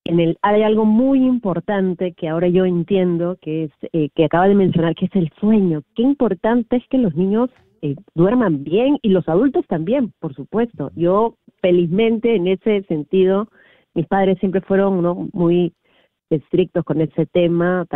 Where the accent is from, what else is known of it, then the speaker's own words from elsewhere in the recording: Lima, Peru; En Lima, sí, ya, correcto, ajá. En Lima, crecí en Lima